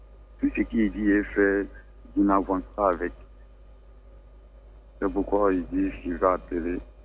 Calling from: Bobo-Dioulasso, Hauts-Bassins, Burkina Faso; À Bobo-Dioulasso.

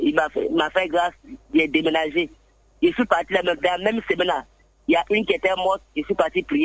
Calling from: Abidjan, Côte d’Ivoire; Je vous appelle de Angré Nouveau-Chu, de l'Obité.

